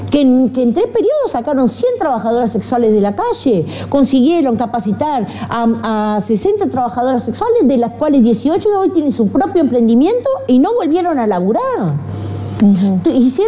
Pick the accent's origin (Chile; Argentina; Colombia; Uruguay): Uruguay; nosotras como uruguayas también somos ciudadanos